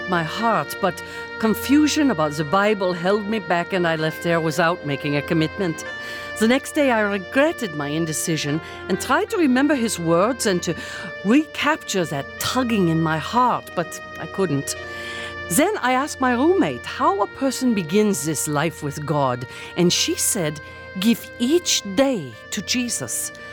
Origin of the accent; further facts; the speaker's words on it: Germany; English is a second language; moved away; I'm from Germany. I'm in university there.